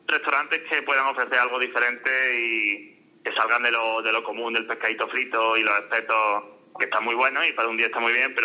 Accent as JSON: {"language": "Spanish", "town": "Málaga", "region": "Andalusia", "country": "Spain", "said": "yo destacaría, me voy a incluir porque soy malagueño, yo creo que es su gente."}